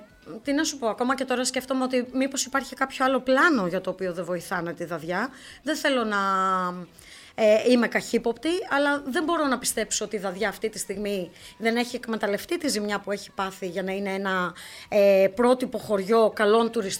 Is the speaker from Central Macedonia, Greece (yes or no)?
no; Alexandroupoli, Eastern Macedonia and Thrace, Greece; Έχω γεννηθεί και έχω μεγαλώσει στην Αλεξανδρούπολη.